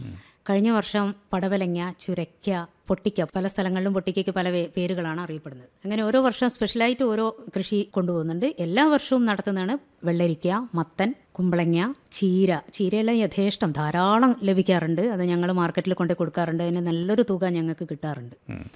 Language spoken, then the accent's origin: Malayalam; Wayanad district, Kerala, India; moved away as an adult; now in Vadakara, India; ഞാൻ എൻ്റെ സ്വദേശം, ഞാൻ ജനിച്ചു വളർന്നത് വയനാട് ജില്ല. വയനാട് ജില്ല എന്ന് പറയുമ്പോൾ തന്നെ അറിയാം വയലുകളുടെ നാടാണ്.